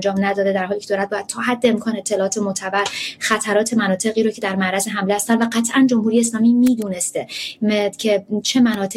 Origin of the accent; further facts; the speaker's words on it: Iran; moved away; ماهایی که در ایران سالها رو بزرگ شدیم،